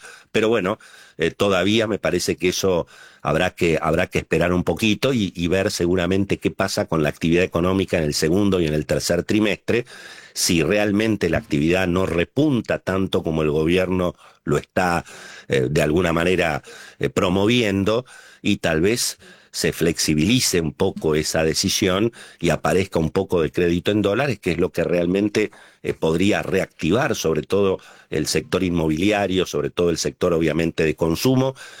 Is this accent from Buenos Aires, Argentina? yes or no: yes; Buenos Aires, Argentina; Cada vez que los porteños salimos de Buenos Aires y vemos cómo viven en las principales ciudades del interior, nos sentimos, Nacho, realmente unos tarados, ¿no?